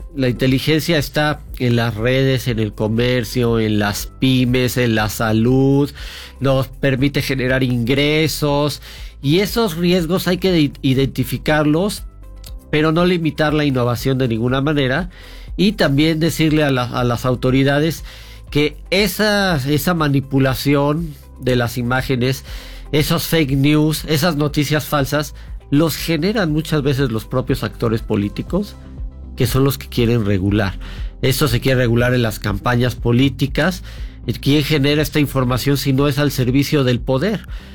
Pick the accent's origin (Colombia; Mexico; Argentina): Mexico